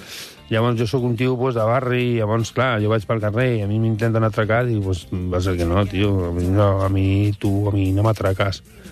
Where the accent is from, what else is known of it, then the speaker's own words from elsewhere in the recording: Barcelona, Catalonia, Spain; sí, tot soc del Raval de tota la vida, els meus avis, els meus besavis també.